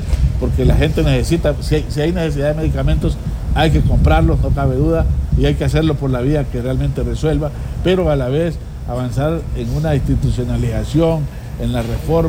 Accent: Honduras; la cantidad que somos de hondureños

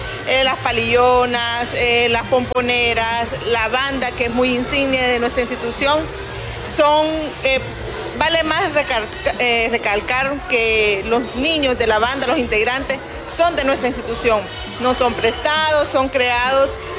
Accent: Honduras

